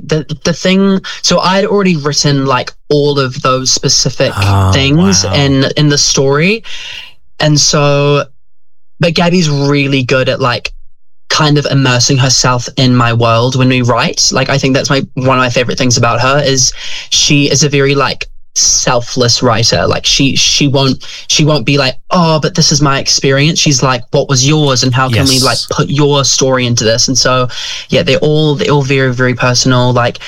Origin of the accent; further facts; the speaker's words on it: New Zealand; moved away; people think I'm from Australia, but I'm actually from little old New Zealand, and I come from like a very alpine place, so it's actually, it tends to be quite cool.